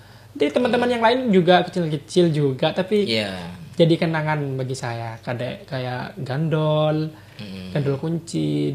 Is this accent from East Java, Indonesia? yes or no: yes; Madura, East Java, Indonesia; Saya dari Madura membawa petis Madura itu.